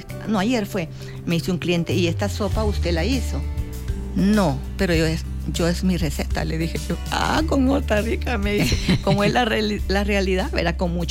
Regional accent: Chalchuapa, Santa Ana, El Salvador; Yo nací en Chalchuapa.

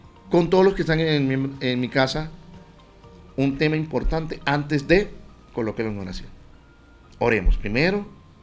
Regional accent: Magangué, Bolívar, Colombia; Bueno, y si hay oyentes de Magangué, Bolívar, que es mi tierra, un saludo para ellos.

